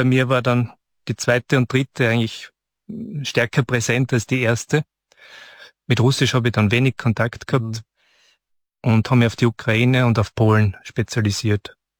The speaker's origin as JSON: {"language": "German", "region": "Styria", "country": "Austria", "said": "Und wo war für mich klar, weil Graz, als Stolzer Steirer und weil Graz einfach schön ist, ja."}